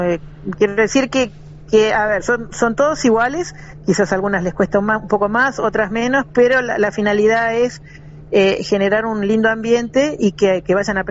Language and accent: Spanish; Argentina; moved away; Yo soy argentina, me inculcaron de tal manera en Buenos Aires